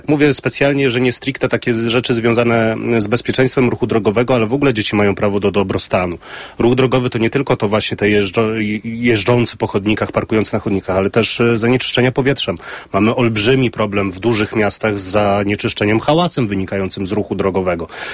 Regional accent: Warsaw, Masovian Voivodeship, Poland; Tak, ja podstawówkę, jestem z Warszawy, urodzonym warszawiakiem, więc podstawówkę miałem pod blokiem właściwie też

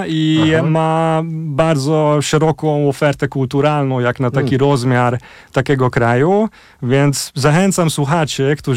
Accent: Kaposvár, Somogy, Hungary; now in Poland; moja mama jest z Warszawy, więc dorastałem się w rodzinie węgiersko-polskim i to powodowało, że dzieciństwo spędziłem na Węgrzech w Kapuszwar, tam żyłem aż do matury.

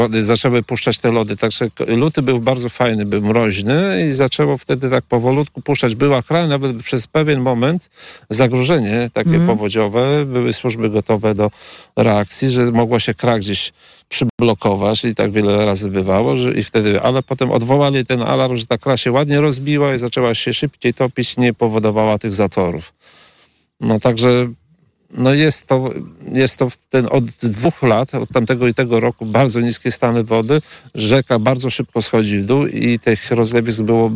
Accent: Wizna, Podlaskie Voivodeship, Poland; Tak, jestem z Wizny i tutaj jestem rolnikiem.

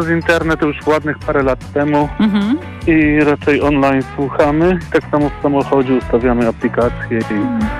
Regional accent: Tomaszów Mazowiecki, Łódź Voivodeship, Poland; No, my akurat jesteśmy z Tomaszowa Mazowieckiego, więc u nas zakres jest wszelkich stacji radiowych

